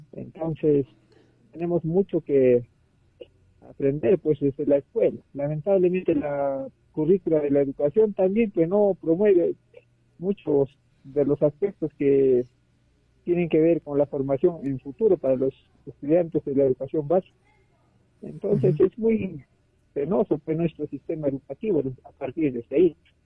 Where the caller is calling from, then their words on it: Juliaca, Puno, Peru; desde Juliaca